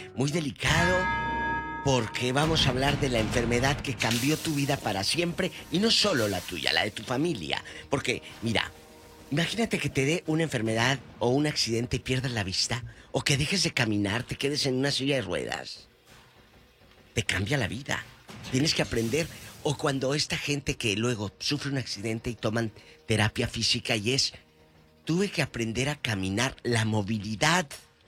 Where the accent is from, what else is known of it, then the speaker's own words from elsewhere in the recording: Matamoros, Tamaulipas, Mexico; De Matamoros, de mi tierra.